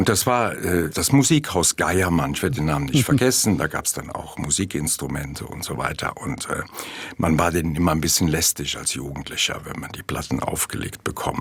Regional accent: Mayen, Rhineland-Palatinate, Germany; born or raised there

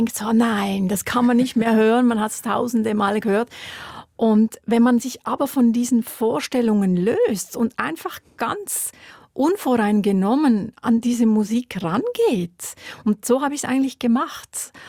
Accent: Wollerau, Schwyz, Switzerland; also ich bin in Wollerau aufgewachsen und da waren Ländler-Stubetten am Wochenende in so kleinen Beizen gehörten einfach zur Tradition

